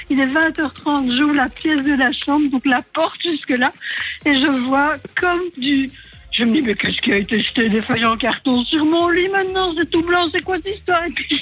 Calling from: Perkins, Quebec, Canada; Perkins Saint-Agathe.

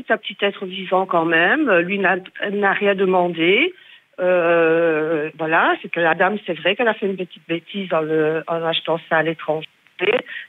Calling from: Belgium; Ici chez nous en Belgique

